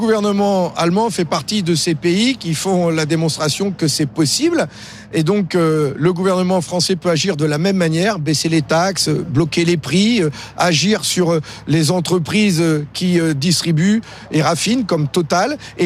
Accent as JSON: {"language": "French", "country": "France", "said": "Et c'est nous, les Français, qui les payons derrière."}